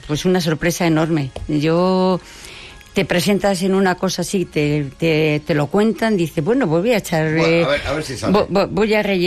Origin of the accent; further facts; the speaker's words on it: Briviesca, Castile and León, Spain; Y yo soy de Burros, bueno, de Briviesca.